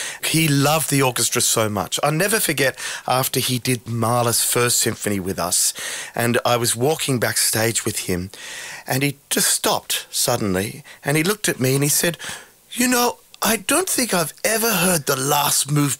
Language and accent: English; India; But first, I want to take the orchestra to my home country of India.